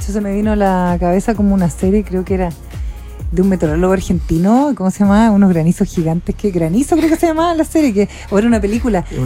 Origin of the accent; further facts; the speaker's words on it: Chile; ¿Cómo somos los chilenos para la iluminación?